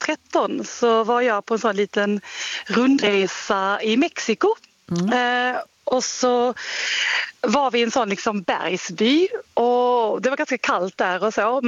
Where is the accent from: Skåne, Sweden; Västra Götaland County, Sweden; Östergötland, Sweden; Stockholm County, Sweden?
Skåne, Sweden; now in Oslo, Norway; alltså jag bor i Oslo, ja. Även om jag är från Skåne.